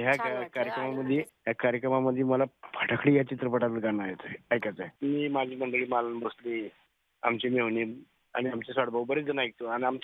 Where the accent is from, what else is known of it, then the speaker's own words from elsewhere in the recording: Dharashiv district, Maharashtra, India; born there; now in Solapur, India; माझं ऍक्च्युली माझं गाव आहे तुळजापूर तालुक्यात, खोर्टी म्हणून गाव आहे धाराशिव जिल्ह्यामध्ये.